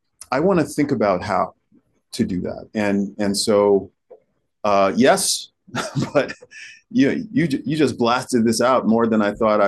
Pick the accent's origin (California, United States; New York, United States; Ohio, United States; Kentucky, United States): New York, United States; New York City; I grew up in New York City. My parents are Haitian immigrants. I learned to become a New Yorker and an American by way of the subway, through public parks, through the radio.